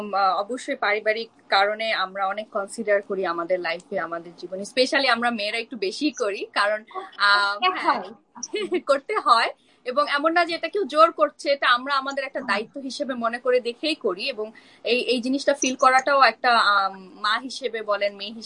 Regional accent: Bangladesh; moved away; যেমন আমার ছোটবেলা থেকে আমি যখন বাংলাদেশে ছিলাম, বড় হয়েছি

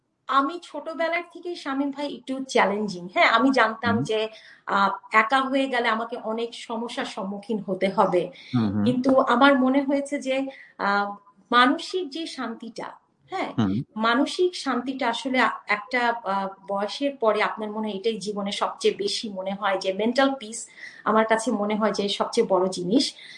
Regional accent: Bangladesh; moved away as an adult; also born or lived in New York City; now in Texas, United States

